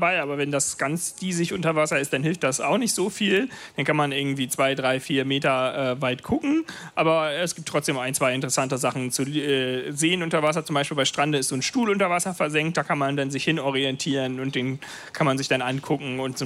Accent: Kiel, Schleswig-Holstein, Germany; Dann bin ich in Friedrichsort aufgewachsen.

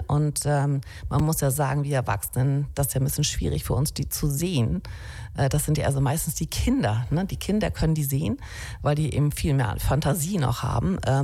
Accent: Flensburg, Schleswig-Holstein, Germany; now in Oeversee, Germany; ich komme hier aus dem Grenzland und bin in Flensburg aufgewachsen und wohne jetzt etwas südlich von Flensburg in Übersee.

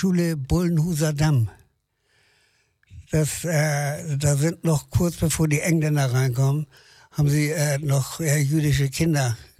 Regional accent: Hamburg, Germany; ich bin geboren im Berliner Tor Krankenhaus. Am Berliner Tor.

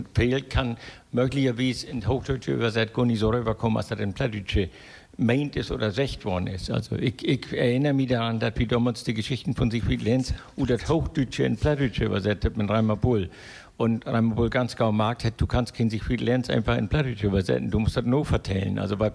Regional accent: Schleswig-Holstein, Germany; Aber ich bin an der Letz in Dithmarschen, Wien, in meiner Heimat

